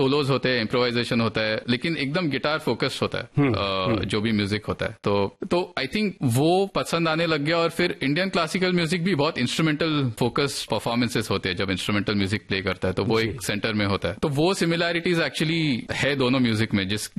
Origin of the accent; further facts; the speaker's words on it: Mumbai, Maharashtra, India; तो एक्चुअली हुआ ऐसे कि बचपन में तो मैं मुंबई में ही था, मेरे पापा हिंदुस्तान पेट्रोलियम में इंजीनियर थे